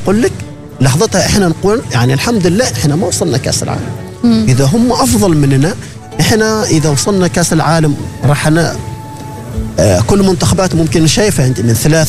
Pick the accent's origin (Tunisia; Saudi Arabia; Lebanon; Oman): Oman; إحنا كعمانيين